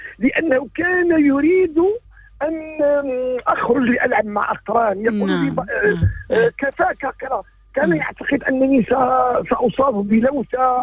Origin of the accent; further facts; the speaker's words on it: Morocco; أو ما نسميه عندنا في المغرب التمغربيت.